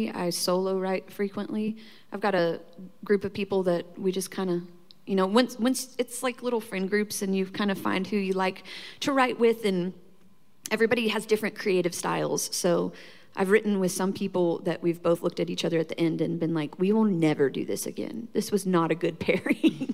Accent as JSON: {"language": "English", "region": "Oklahoma", "country": "United States", "tie": "born or raised there", "moved": "as an adult", "said": "growing up in Oklahoma, it never seemed like a real job."}